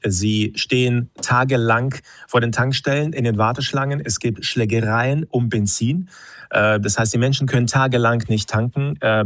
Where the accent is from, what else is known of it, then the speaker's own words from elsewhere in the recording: Russia; moved away; Ja, ich bin aus Russland 2022 geflohen nach einer Festnahme und in der Nacht, als ich an der Grenze war, war die Polizei und FSB in meiner Wohnung.